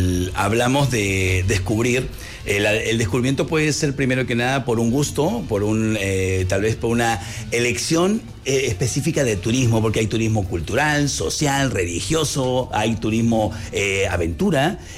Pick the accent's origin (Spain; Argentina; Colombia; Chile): Chile; now in Puerto Vallarta, Mexico; yo prácticamente ya soy más mexicano que chileno.